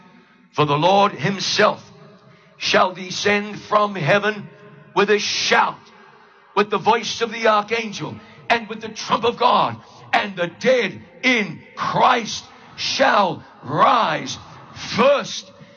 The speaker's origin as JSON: {"language": "English", "country": "New Zealand", "moved": "yes", "said": "my home country of New Zealand"}